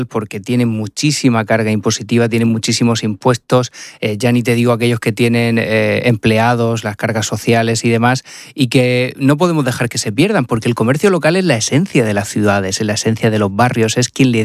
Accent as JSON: {"language": "Spanish", "town": "La Unión", "region": "Region of Murcia", "country": "Spain", "said": "los propios unioneses salimos a la calle"}